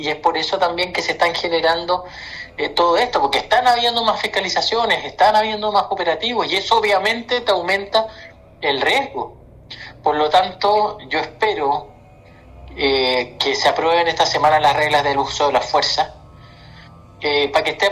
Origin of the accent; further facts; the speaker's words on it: Chile; todos como buenos chilenos nos afecta muchísimo